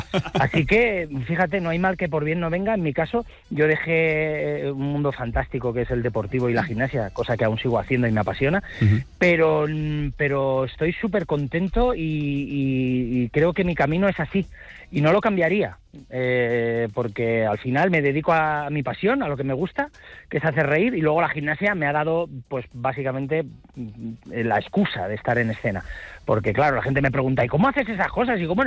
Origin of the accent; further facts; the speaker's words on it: Alicante, Valencian Community, Spain; con muchas ganas de regresar a la Rambleta y de regresar a Valencia, ya que yo soy valenciano, soy de Alicante